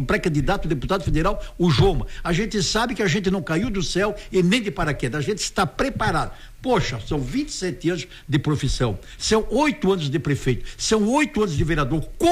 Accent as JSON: {"language": "Portuguese", "town": "Braço do Norte", "region": "Santa Catarina", "country": "Brazil", "tie": "born or raised there", "also_born_or_lived": "Itajaí", "said": "eu nasci lá em Braço do Norte. E quando eu nasço em Braço do Norte, eu nasço de um pai operário, meu pai era operário de uma fábrica de espelho, da Espelho Santa Luzia, e a minha mãe era uma dona de casa."}